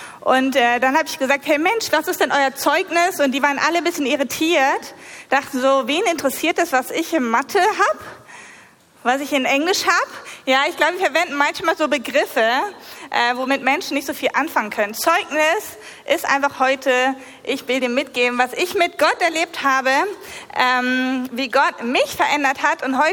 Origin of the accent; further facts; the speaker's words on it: Lower Saxony, Germany; Ihr habt gerade schon gehört … Ich komme aus der Nähe Hannover